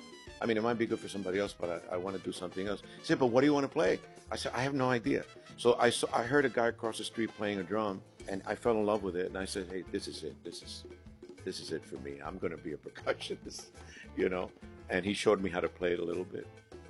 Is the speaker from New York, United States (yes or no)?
yes; Bronx, New York, United States; born or raised there